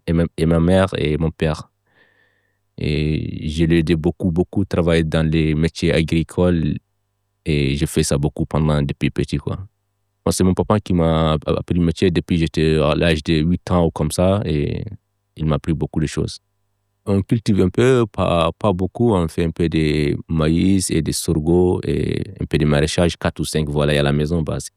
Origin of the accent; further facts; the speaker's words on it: Kaédi, Gorgol, Mauritania; moved away as an adult; Je viens de Mauritanie. Je suis né en 1995 à Kaïdi. C'est une ville de Mauritanie. Mon âge, c'est 30 ans.